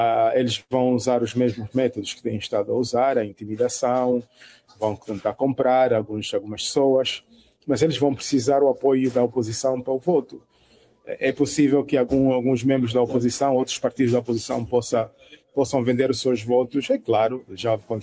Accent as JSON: {"language": "Portuguese", "country": "Angola", "said": "eu tenho como cidadão angolano"}